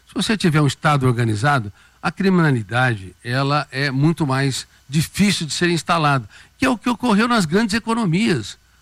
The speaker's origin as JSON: {"language": "Portuguese", "town": "Colina", "region": "São Paulo", "country": "Brazil", "tie": "born there", "said": "na minha querida cidade, onde eu nasci, Colina."}